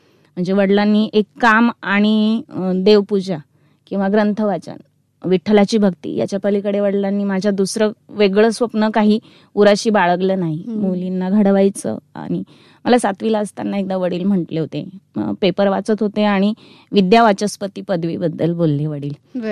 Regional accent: Nashik, Maharashtra, India; born or raised there

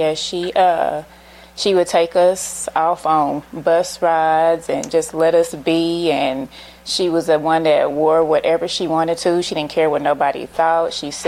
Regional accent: Kansas City, Kansas, United States; I was born here in the Dot, of course, on 37th Street, as some people used to call the Trey Block.

